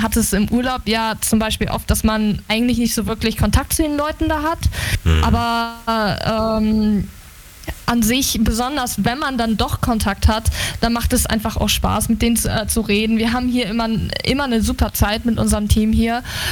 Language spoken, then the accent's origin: German; Lower Saxony, Germany; Also bei uns in Niedersachsen ist es selten irgendwie minus 15 Grad oder so.